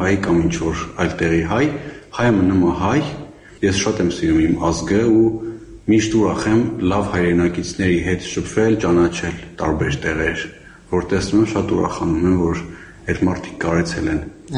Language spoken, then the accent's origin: Armenian; Vanadzor, Lori, Armenia; Ասեմ, որպես վանաձորցի շատ արագ ինտեգրվեցի խումբ